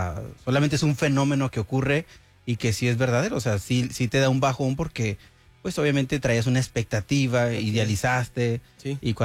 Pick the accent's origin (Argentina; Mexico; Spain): Mexico; para nosotros como mexicanos